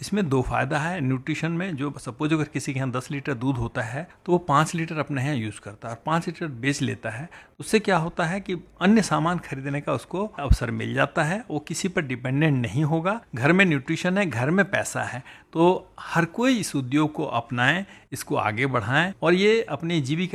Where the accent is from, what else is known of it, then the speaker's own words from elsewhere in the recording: Jharkhand, India; also born or lived in Karnal; मैं चूंकि एक ग्रामीण परिवेश से पला बढ़ा हूँ, मैं झारखंड का रहने वाला हूँ